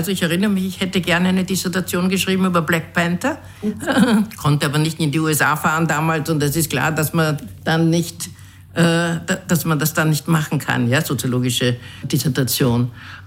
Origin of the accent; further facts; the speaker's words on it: Vienna, Austria; born there; Wir sind eine sehr dunkle, also für österreichische Verhältnisse dunkle Familie. Und das war früher viel auffallender, weil ja eigentlich die Wiener Bevölkerung sehr homogen war